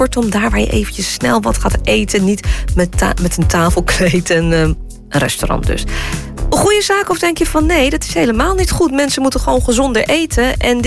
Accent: Rotterdam, South Holland, Netherlands; Ja, ik ben uit Rotterdam, dus ik zeg eigenlijk gewoon patat.

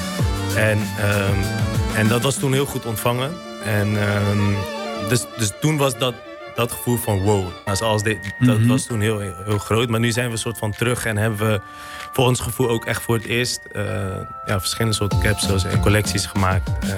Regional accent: Eritrea; moved away; Dus ik kom zelf uit Eritrea, daar drinken we heel veel koffie.

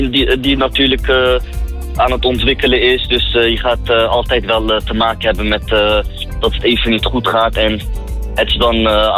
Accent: Rotterdam, South Holland, Netherlands; born there; Ja? Ik ben 30 jaar oud. Ik ben geboren in Rotterdam-Zuid

